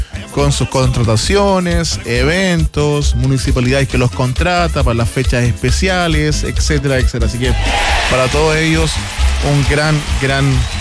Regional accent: Chile

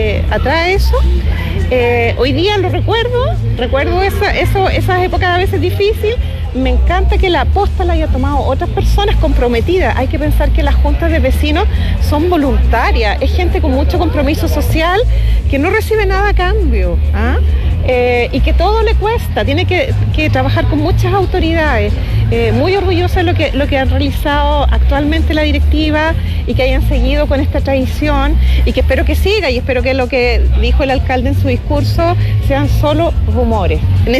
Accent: Curicó, Maule, Chile; now in Santiago, Chile; yo que vivo en Santiago, fuera de la ciudad, y que me crié aquí en la Alameda

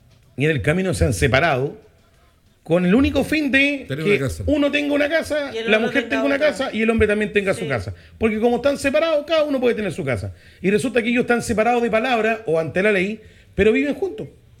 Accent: Santiago, Santiago Metropolitan, Chile; Acuérdense que yo vengo de Santiago, viví en Santiago.

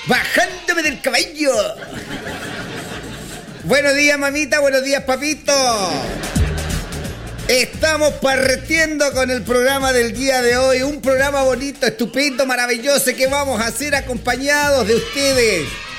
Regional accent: Chile; somos un país de Chile, sí, el país más chileno del mundo somos nosotros

